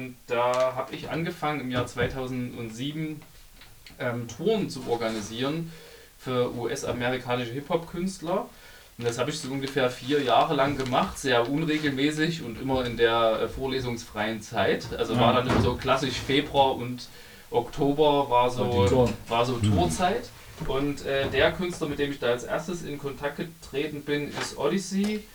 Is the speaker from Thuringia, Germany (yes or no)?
no; Plauen, Saxony, Germany; Ich komme ursprünglich aus Plauen. Das ist im Vogtland.